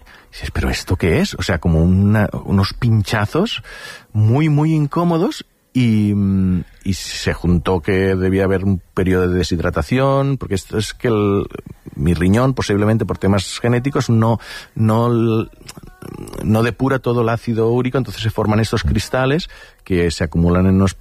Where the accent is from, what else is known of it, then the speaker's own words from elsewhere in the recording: Catalonia, Spain; Pues algunas cosas, mira que soy del Delta del Ebre, hay mosquitos, sí.